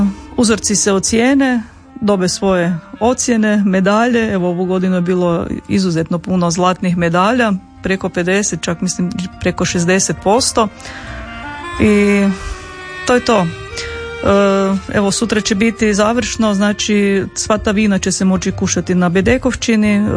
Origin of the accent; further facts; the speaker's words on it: Krapina-Zagorje County, Croatia; Kod nas u Zagorju ima jako puno tih malih lokalnih udruga